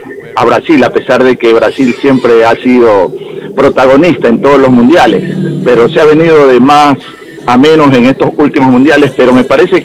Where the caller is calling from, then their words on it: Tonsupa, Esmeraldas, Ecuador; De Tonsupa.